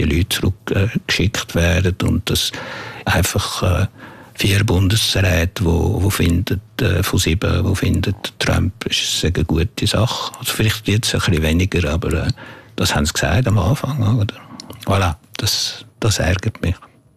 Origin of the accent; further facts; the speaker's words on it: Jura, Switzerland; Nein, ich finde einfach, ich bin von da. Ich bin im Jura aufgewachsen.